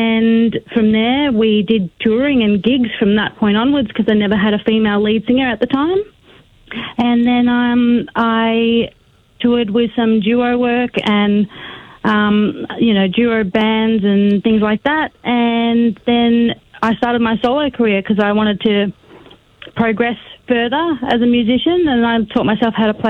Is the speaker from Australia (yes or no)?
yes; Geelong, Victoria, Australia; born there; Well, I was born in Geelong. I left there when I was 5 but returned back there as soon as I was an adult and left home, and I really, really missed and enjoyed Geelong a lot.